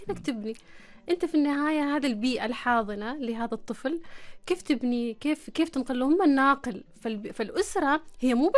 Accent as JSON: {"language": "Arabic", "country": "Oman", "said": "نحن في عمان"}